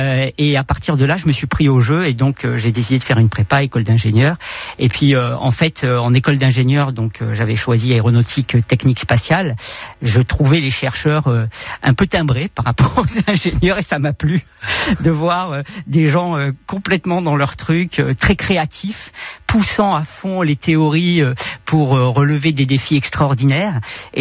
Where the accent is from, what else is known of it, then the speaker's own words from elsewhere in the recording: Saint-Tropez, Provence-Alpes-Côte d'Azur, France; born there; Moi je suis né à Saint-Tropez